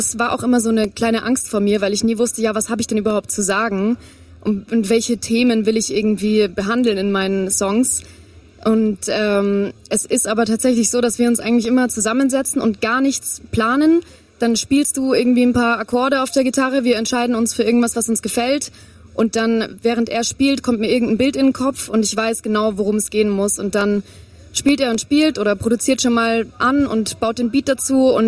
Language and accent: German; Bavaria, Germany; ich komme hier aus der Nähe von München